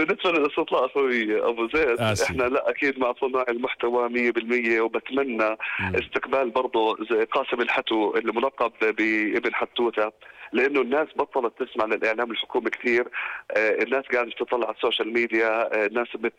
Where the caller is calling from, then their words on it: Jordan; إحنا كأردنيين